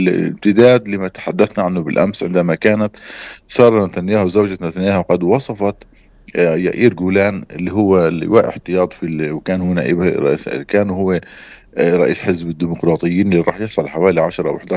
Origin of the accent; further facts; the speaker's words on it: Palestine; إحنا كفلسطينيين